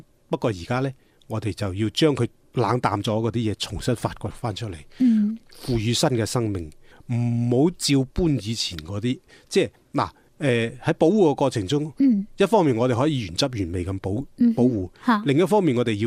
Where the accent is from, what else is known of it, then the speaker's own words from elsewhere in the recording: Lingnan, China; 相当于留在我们岭南人的身上的血，它不可能没有的，